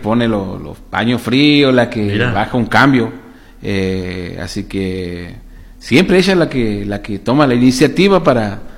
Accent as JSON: {"language": "Spanish", "town": "La Banda", "region": "Santiago del Estero", "country": "Argentina", "said": "Yo soy de ahí, bien. Era de la banda."}